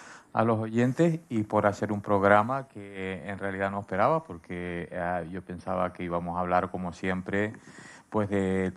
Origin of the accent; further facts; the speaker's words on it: La Palma, Canary Islands, Spain; moved away as an adult; now in Tenerife, Spain; yo nací en La Palma, ¿no? Y soy de La Palma. Y La Palma, en aquella época en que yo nací, que fue en el año 65, yo tengo 54 años ahora, era una isla